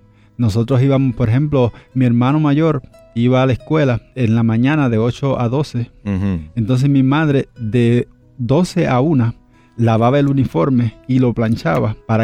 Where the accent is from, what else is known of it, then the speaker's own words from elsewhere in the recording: Dominican Republic; el personal de la Federación de Deportes de la República Dominicana tuvo que bajar a mi pueblo. Y ahí, pues, ellos me vieron.